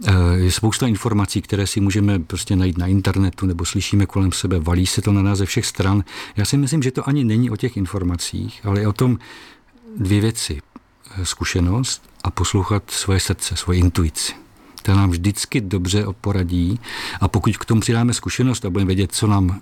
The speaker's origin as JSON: {"language": "Czech", "region": "Vysočina Region", "country": "Czechia", "tie": "born there", "said": "Jsem Čech, narozen na Vysočině a je mi 62 letos."}